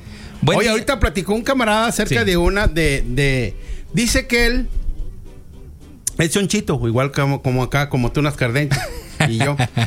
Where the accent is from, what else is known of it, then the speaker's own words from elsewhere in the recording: Mexico; te platican así mexicanas y uno como mexicano te dicen, ah, ni te creo, puro choro tú, güey.